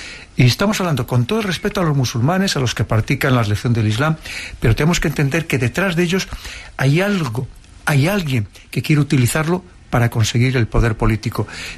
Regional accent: Spain; como españoles, como europeos

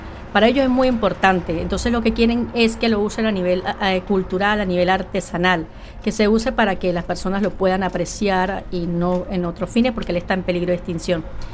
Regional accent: Venezuela; now in Sax, Spain; Sí, soy de Venezuela.

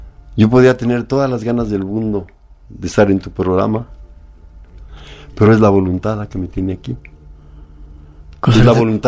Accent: Mexico; now in United States; Originalmente yo soy un inmigrante también. Yo salí de México en 1968.

